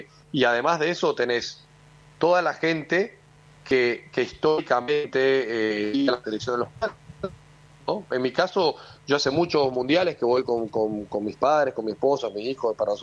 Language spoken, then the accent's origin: Spanish; Salta, Argentina; also born or lived in China; now in United States; Yo soy de Salta, imagínate. O sea, en el norte es mucho más complicado que en Buenos Aires incluso.